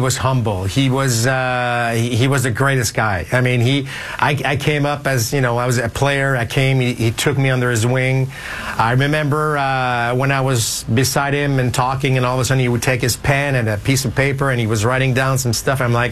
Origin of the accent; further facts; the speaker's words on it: Quebec City, Quebec, Canada; I'm from Quebec City, so I didn't get a chance to go to the Olympic Stadium many times